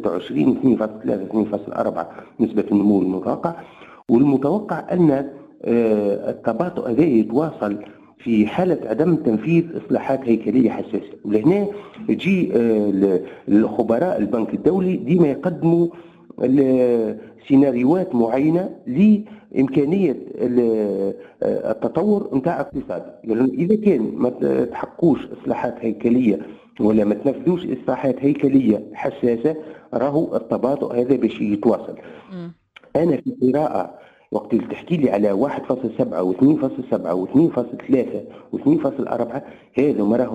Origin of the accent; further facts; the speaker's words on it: Tunisia; احنا كاقتصاد تونسي